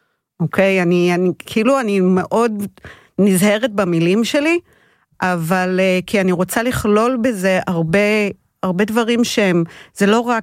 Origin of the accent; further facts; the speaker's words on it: Hadera, Haifa District, Israel; אני מחדרה, אני בת 50, אימא לשלוש בנות מתבגרות